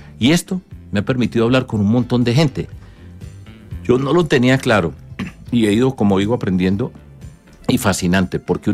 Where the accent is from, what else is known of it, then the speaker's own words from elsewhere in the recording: Medellín, Antioquia, Colombia; now in Bogotá, Colombia; yo que vengo de Medellín, he vivido muchos años acá y amo mi tierra, por supuesto, pero quiero Bogotá y aquí he tenido muchas oportunidades, y aquí estudié, trabajé